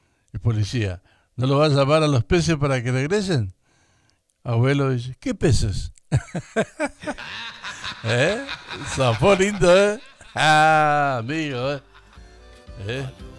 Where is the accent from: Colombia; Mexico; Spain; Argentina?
Argentina; Balcarce, Buenos Aires Province; Yo no soy de estos pagos, soy de Balcarce, donde bailan los gauchos hasta cansarse.